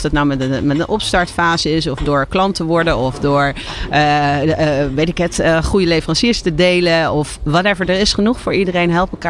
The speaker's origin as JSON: {"language": "Dutch", "country": "Curaçao", "moved": "yes", "lives_now": "Netherlands", "said": "waar ik vandaan kom, Curaçao"}